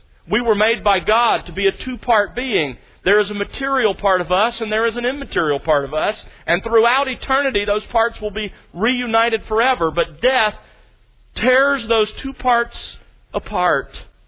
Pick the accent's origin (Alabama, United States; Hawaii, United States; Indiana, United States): Alabama, United States; But often, as a boy growing up in South Alabama, I remember searching through the clover.